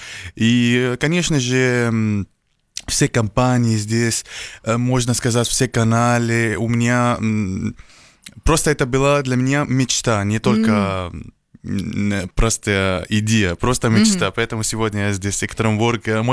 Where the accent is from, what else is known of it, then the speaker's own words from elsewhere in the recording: Syria; now in United Arab Emirates; я из Сирии, живу в Эмиратах.